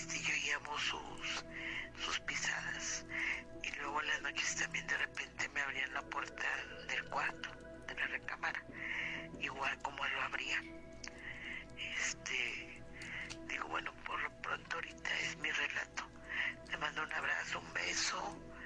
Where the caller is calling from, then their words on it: Monterrey, Nuevo León, Mexico; de Monterrey, Nuevo León.